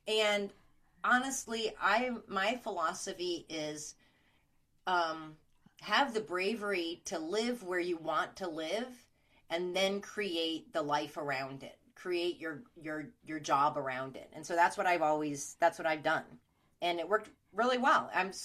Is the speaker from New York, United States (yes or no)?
no; Chicago, Illinois, United States; also born or lived in East Coast; now in Oregon, United States; I'm from Chicago